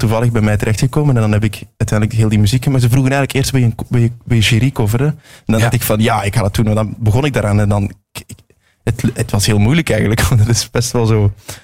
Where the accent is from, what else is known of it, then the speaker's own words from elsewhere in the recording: Zelzate, East Flanders, Belgium; Een soort van ode aan waar ik vandaan kom.